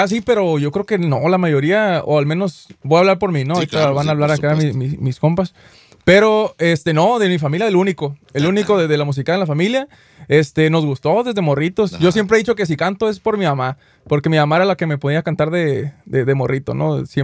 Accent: Bellflower, California, United States; born there; Yo nací aquí en Bellflower

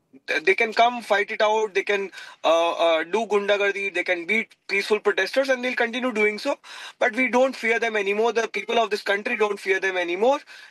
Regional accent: Jaipur, Rajasthan, India; English is a second language; As I speak, my hometown, Jaipur, there has been a protest going on for 36 hours.

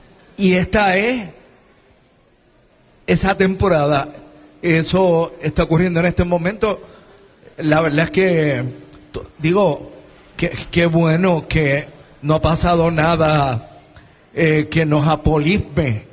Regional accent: Country Club, Puerto Rico; Chacho, de por allí es el caso. Yo soy de Country Club, pero en, o sea, cerca de allí.

